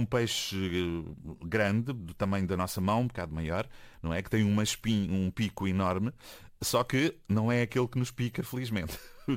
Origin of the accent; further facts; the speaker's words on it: Algarve, Portugal; now in Olhão, Portugal; eu sou algarvio, mas do outro lado da costa oeste